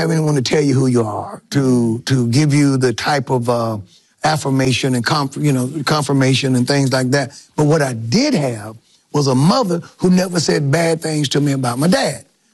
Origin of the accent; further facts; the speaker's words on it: Rockingham, North Carolina, United States; But we grew up in the Philadelphia section of Rockingham in North Carolina. And we were poor, mom raised four boys.